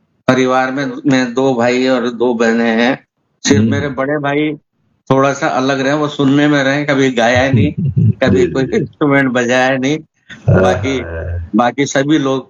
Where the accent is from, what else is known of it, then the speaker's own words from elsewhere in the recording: Kota, Rajasthan, India; also born or lived in Jhalrapatan, Jhalawar / Sawai Madhopur; उस समय वहाँ माधोपुर था, सवाई माधोपुर, तो वहां से मैंने पहली क्लास तो वहां से की। उसके बाद हम लोग कोटा ट्रांसफर हो गया पिताजी का, और उसके बाद हमेशा कोटा में ही रहे, सारी शिक्षा कोटा में ही हुई है मेरी।